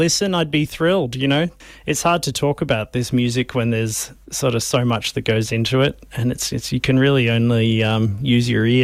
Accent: Sydney, New South Wales, Australia; I grew up in Sydney, so that was my experience.

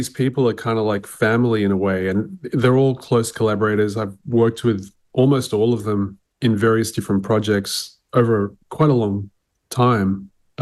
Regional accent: Sydney, New South Wales, Australia; when I was growing up in Sydney

